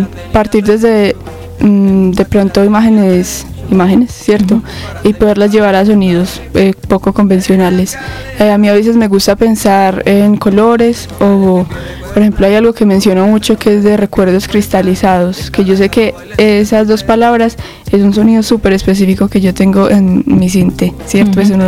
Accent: Colombia; now in Medellín, Colombia; Yo siento que, pues, al ser colombiana, la música se permea mucho de elementos de percusión, como muy latinoamericanos

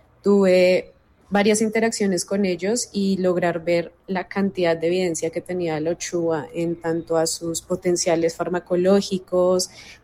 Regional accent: Colombia; vivimos en Colombia, Colombia es un país biodiverso, es el segundo país más biodiverso del mundo. Creo que sería importante como investigadora colombiana

